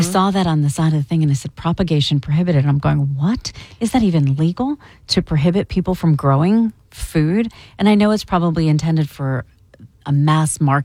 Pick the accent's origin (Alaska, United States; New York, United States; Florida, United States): Florida, United States; Now, growing up in South Florida in the 80s, we grew everything that we bought from the grocery store.